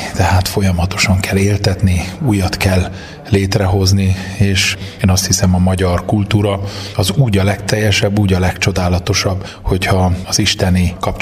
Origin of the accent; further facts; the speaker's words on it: Hungary; nem hiába születtünk magyarnak